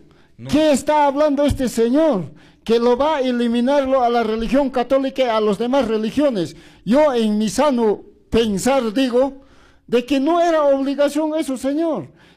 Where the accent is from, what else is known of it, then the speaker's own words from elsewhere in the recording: Santo Tomás, Cusco, Peru; Somos hermanos de Chumbivilcas, de Santo Tomás.